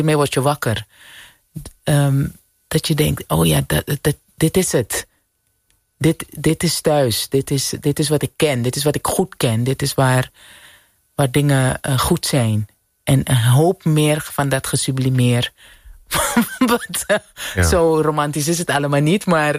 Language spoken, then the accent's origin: Dutch; Suriname; moved away; Ja, ik ben opgegroeid in Suriname.